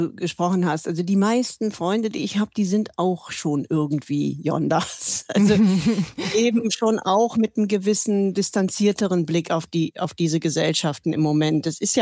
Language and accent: German; Germany; moved away as an adult; now in United Kingdom; Also ich fühle mich weder eigentlich als Deutsche noch als Britin, obwohl ich seit letztem Sommer den britischen Pass habe.